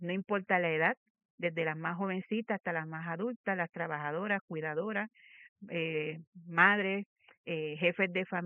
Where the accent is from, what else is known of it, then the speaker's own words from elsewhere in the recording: Puerto Rico; nosotras como mujeres puertorriqueñas